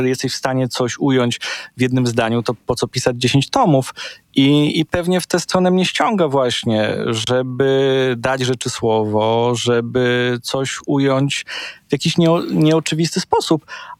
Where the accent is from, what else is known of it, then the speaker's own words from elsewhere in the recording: Silesian Voivodeship, Poland; często tłumaczymy jako Ślązacy